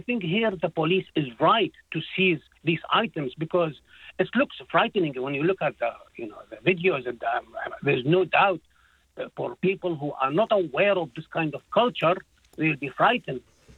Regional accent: Iraq; moved away; Like in my culture, I come from Iraq.

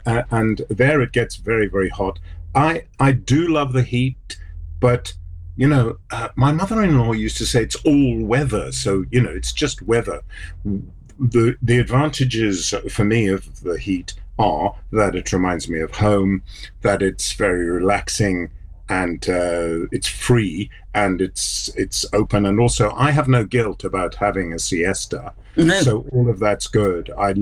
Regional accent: South Africa; I grew up in South Africa with weather like this, and it's wonderful.

